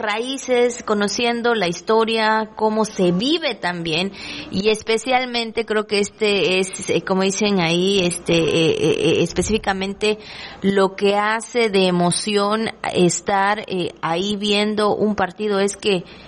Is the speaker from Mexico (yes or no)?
yes; Mexico; Todos somos mexicanos